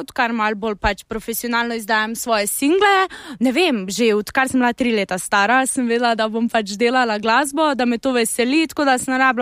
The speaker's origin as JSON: {"language": "Slovenian", "region": "Carinthia", "country": "Slovenia", "moved": "yes", "lives_now": "Ljubljana, Slovenia", "said": "ker sama prihajam iz Koroške, iz gorskega okolja"}